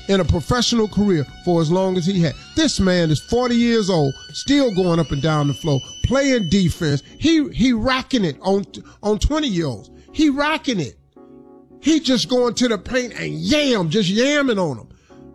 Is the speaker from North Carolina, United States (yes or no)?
no; Cleveland, Ohio, United States; Because I'm from Cleveland. He gave us the only championship we've ever had in that city, in any sport.